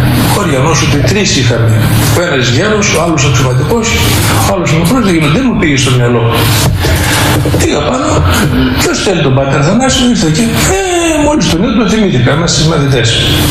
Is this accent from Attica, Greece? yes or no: no; Trikala, Thessaly, Greece; που συνδέεται άμεσα με την Καβάλα και με το χωριό μου. Εγώ είμαι Τρικαλινός.